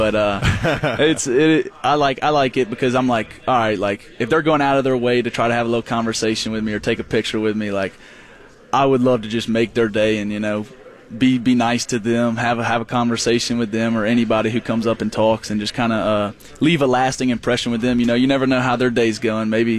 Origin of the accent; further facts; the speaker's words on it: Watkinsville, Georgia, United States; So I grew up in Watkinsville, just south of Athens. Grew up a Georgia fan.